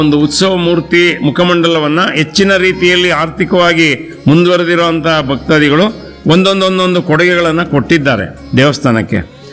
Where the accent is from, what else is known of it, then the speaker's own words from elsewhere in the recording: Karnataka, India; ನಮ್ಮೂರಿನಲ್ಲಿ ಇದು ದೇವಾಲಯಗಳ ಊರು ಅಂತ ಹೇಳ್ಬೋದು ತೆರಣಿಮಂಟಿ